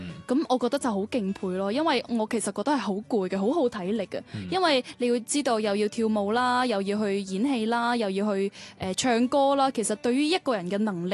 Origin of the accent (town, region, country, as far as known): Guangdong, China